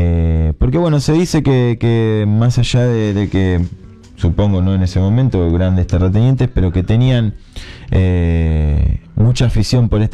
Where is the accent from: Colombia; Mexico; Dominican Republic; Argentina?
Argentina; Acebal, Santa Fe; la fundación de mi pueblo, de Aceval.